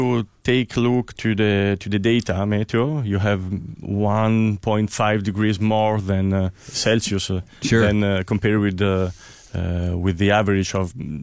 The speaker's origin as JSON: {"language": "English", "town": "Bordeaux", "region": "Nouvelle-Aquitaine", "country": "France", "tie": "born or raised there", "also_born_or_lived": "Tuscany, Italy", "moved": "yes", "lives_now": "Bolgheri, Italy", "said": "Not in this part of Tuscany, in the middle of Tuscany, between Florence and Arezzo. And then I moved when I was young in Bordeaux for 18 years. And now I come back in Tuscany, but not the same region of Tuscany."}